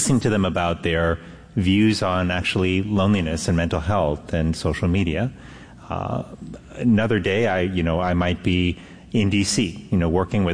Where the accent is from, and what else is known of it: Miami, Florida, United States; born or raised there